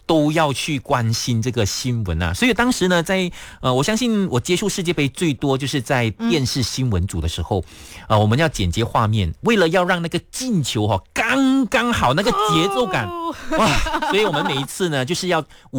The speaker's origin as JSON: {"language": "Chinese", "country": "Malaysia", "said": "我们马来西亚人"}